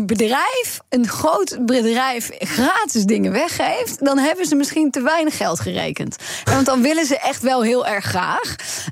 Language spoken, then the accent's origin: Dutch; Amsterdam, North Holland, Netherlands; Dan winnen wij er als Amsterdamse burgers echt helemaal niets mee.